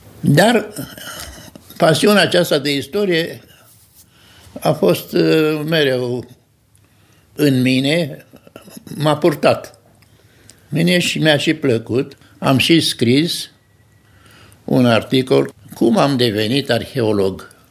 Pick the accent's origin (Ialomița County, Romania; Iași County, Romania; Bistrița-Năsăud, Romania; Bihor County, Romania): Ialomița County, Romania; Stelnica; now in Turda, Romania; Eu sunt din comuna Stelnica, județul Ialomița, din Bărăgan, din inima Bărăganului.